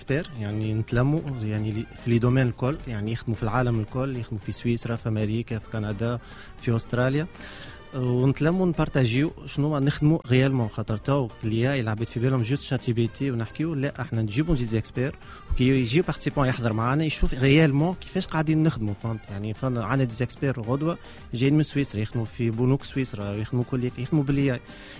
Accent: Tunisia

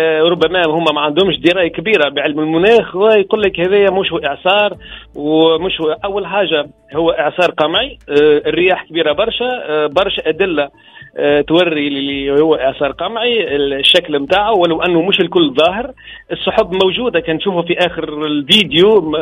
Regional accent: Menzel Farsi, Monastir Governorate, Tunisia; من منزل فارسي مدينتي

